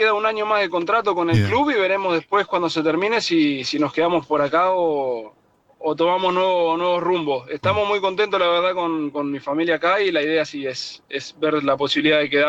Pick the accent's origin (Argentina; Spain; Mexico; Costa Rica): Argentina; moved away as an adult; now in Switzerland